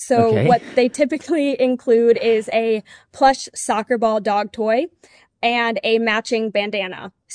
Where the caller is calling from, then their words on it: Atlanta, Georgia, United States; I'm calling from Atlanta